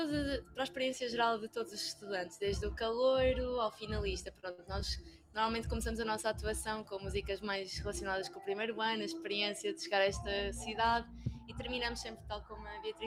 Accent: Coimbra, Centro, Portugal; eu no meu caso sou de Coimbra

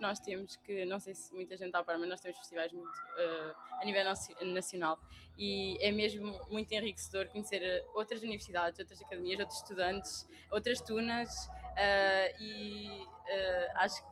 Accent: Centro, Portugal; eu sou daqui de perto, mas toda a minha família estudou em Coimbra

